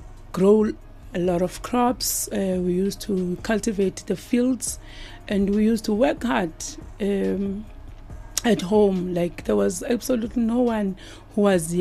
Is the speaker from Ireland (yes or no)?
no; Eastern Cape, South Africa; Those are my clan names. I'm from the Mbondo Mise Kingdom under